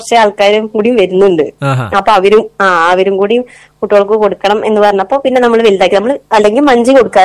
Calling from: Ottapalam, Kerala, India; Ottapalam.

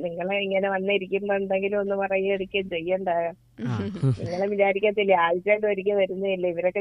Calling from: Kerala, India

